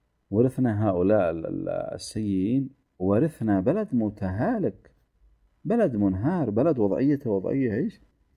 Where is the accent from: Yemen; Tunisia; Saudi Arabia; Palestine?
Yemen; والأزمة عندنا في اليمن